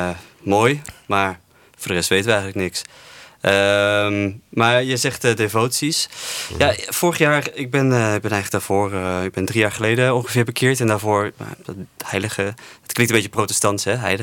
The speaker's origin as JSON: {"language": "Dutch", "region": "North Brabant", "country": "Netherlands", "said": "Ik kom uit Brabant, dames en heren."}